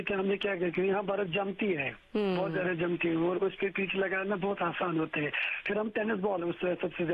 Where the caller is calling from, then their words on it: Jammu and Kashmir, India; मैं सेंट्रल कश्मीर से बात कर रहा हूँ, जिला बड़गाम में हमारा गांव पड़ता है।